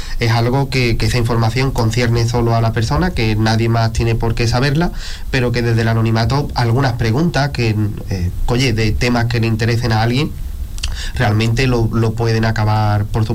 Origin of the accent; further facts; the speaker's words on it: Arcos de la Frontera, Andalusia, Spain; Yo creo que, salvo a lo mejor Manuel y yo, que sí que somos de Arcos, el resto son de fuera.